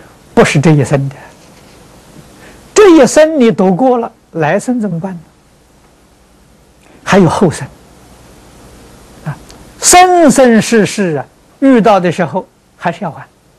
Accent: China; 那都是叫盗窃也是我们中国人常讲的不义之财。

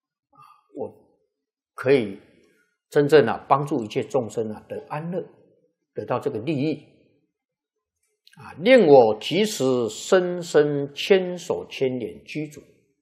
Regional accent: Taiwan; 你看那个澳洲呢，跟我们台湾人口差不多啊

